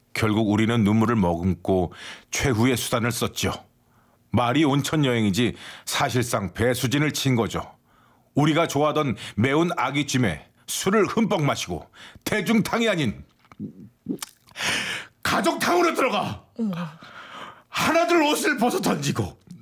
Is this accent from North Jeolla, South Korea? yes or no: no; Busan, South Korea; 그렇게 해서 이제 저도 이제 고향이 부산이 됐고